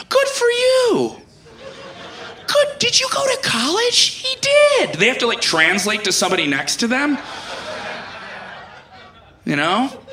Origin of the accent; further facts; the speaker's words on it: Chicago, Illinois, United States; I know the neighborhoods. I say it. I'm from the South Side of Chicago, all right?